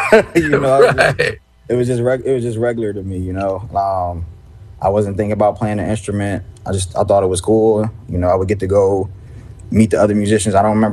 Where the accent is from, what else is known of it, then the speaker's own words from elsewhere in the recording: Camden, New Jersey, United States; I'm from Camden, New Jersey, yes.